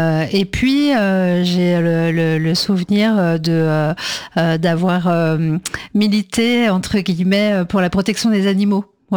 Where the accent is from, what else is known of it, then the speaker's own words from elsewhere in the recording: Poissy, Île-de-France, France; born there; je suis née dans les Yvelines, à Poissy, donc en région parisienne, et dans une famille avec un papa cheminot et une maman qui travaillait à la sécurité sociale, une sœur